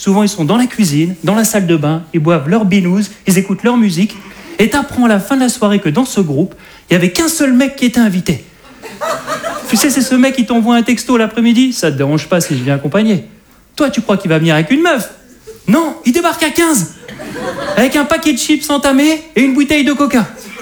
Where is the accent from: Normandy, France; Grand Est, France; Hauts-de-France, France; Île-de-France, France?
Hauts-de-France, France; je suis un ch'ti.